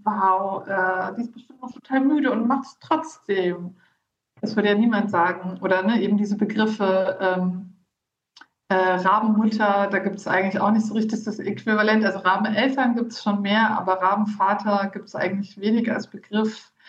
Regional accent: Bavaria, Germany; now in Leipzig, Germany; ich bin ja in Bayern aufgewachsen und jetzt wohne ich aber schon lange in Leipzig, also in Ostdeutschland.

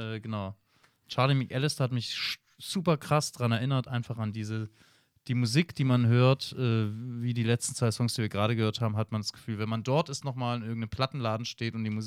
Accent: Stuttgart, Baden-Württemberg, Germany; irgendwie halt viel aus Leipzig und wo ich herkomme, aus Stuttgart, habe aber auch ein Sampler dabei.

